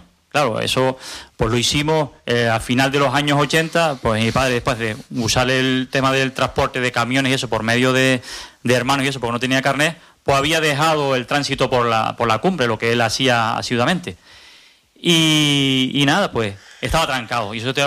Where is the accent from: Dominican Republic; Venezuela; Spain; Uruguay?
Spain; Tenerife, Canary Islands; born there; vengo de Albarda